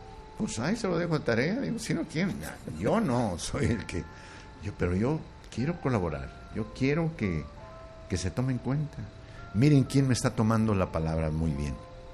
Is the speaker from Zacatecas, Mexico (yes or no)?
yes; Zacatecas, Mexico; yo soy de Zacatecas, estoy con la Federación de Zacatecas